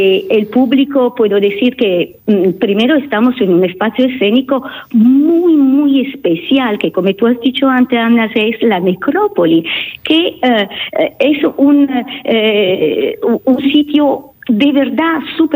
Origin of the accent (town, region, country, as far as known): Italy